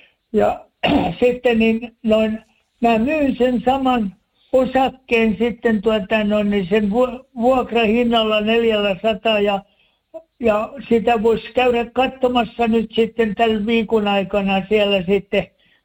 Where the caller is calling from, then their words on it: Tampere, Pirkanmaa, Finland; Kun olen Tampereelta